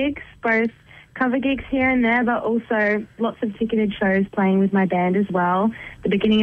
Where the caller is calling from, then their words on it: Brisbane, Queensland, Australia; I'm calling in from Brisbane.